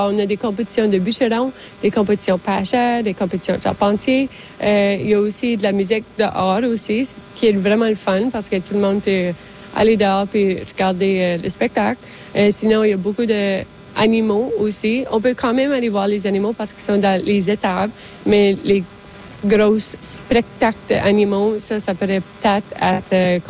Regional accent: Acadia, Canada; Alors, je pense que c'est vraiment important de se souvenir qu'on est acadien, notre culture est acadienne. Alors, au fond, notre cœur est acadien.

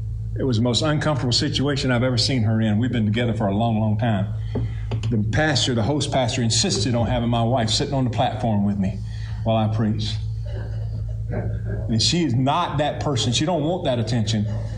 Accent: Eufaula, Alabama, United States; I grew up in Alabama. Don't start knocking Alabama, that's home to me. But I grew up in Alabama. Calvary Baptist Church, Eufaula, Alabama.

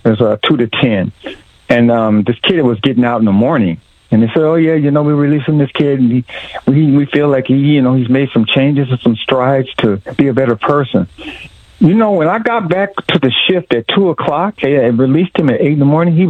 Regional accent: Los Angeles, California, United States; I'm from South Central Los Angeles originally, so. I grew up

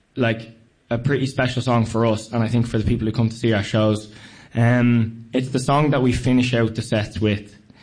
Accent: Ireland; We haven't made it easy on you as Irish.

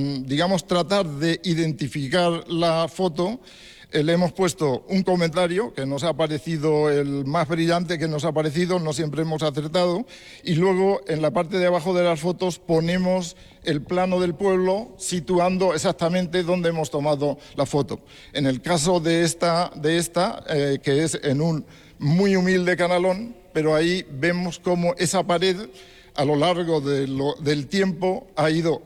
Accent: Cuenca, Castilla-La Mancha, Spain; yo me crié, digamos, hice el bachiller en Cuenca capital

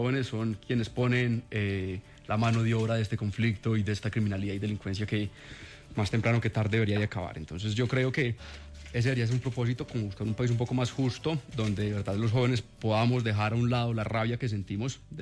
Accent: Medellín, Antioquia, Colombia; born there; Una es la suerte mía porque nací en Medellín, en un hogar, clase media, donde mis papás tuvieron la oportunidad de ser los primeros de su familia en ir a la educación pública.

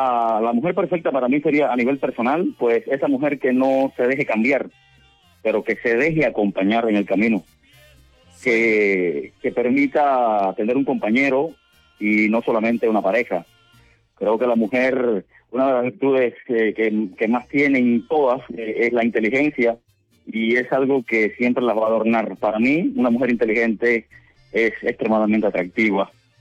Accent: Cuba; moved away; me siento orgullosamente cubano, pero me siento por decisión, pues me siento muy mexicano también.

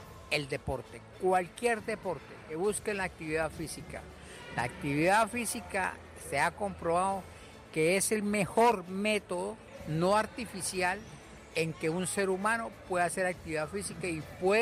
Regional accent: Cúcuta, Norte de Santander, Colombia; also born or lived in Bogotá; Yo nací en Bogotá y desde los 3 años me radiqué aquí. Mi papá se radicaron aquí en Cúcuta. Pues yo muy contento, muy feliz, muy dichoso de estar en esta tierra, porque me siento más cucuteño que cualquier otro.

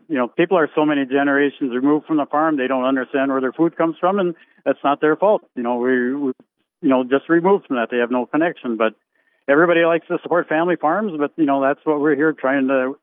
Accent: Minnesota, United States; obviously I'm prejudiced because I'm from Minnesota

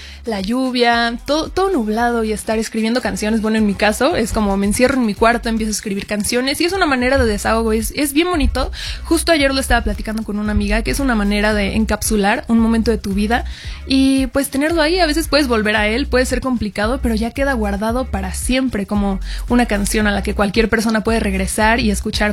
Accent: Mexico; tengo 21 años, soy una cantautora mexicana

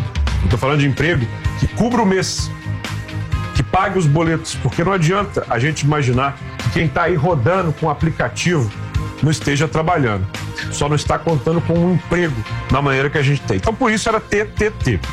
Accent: Belo Horizonte, Minas Gerais, Brazil; Eu sou belo-horizontino

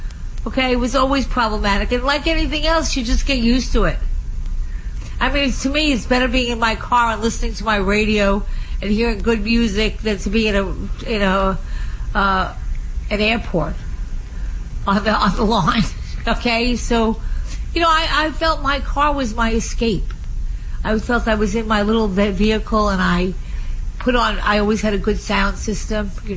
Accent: Long Island, New York, United States; I lived on Long Island. I grew up on Long Island.

